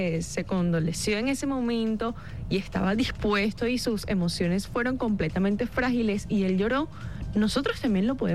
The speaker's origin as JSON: {"language": "Spanish", "country": "Venezuela", "said": "yo como venezolano"}